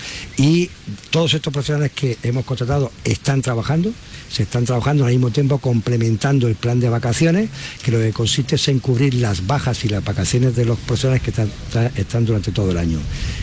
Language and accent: Spanish; Vera, Andalusia, Spain; yo soy de Vera y le tengo un especial cariño a mi área de gestión sanitaria norte.